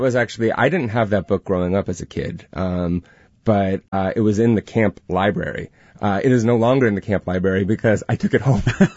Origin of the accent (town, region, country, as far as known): California, United States; born or raised there